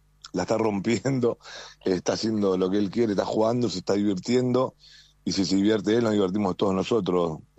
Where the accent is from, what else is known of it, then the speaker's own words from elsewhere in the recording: Buenos Aires, Argentina; moved away as an adult; now in Miami, United States; Soy de Villa del Parque, oriundo de Capital, Villa del Parque, me quedé toda la vida ahí.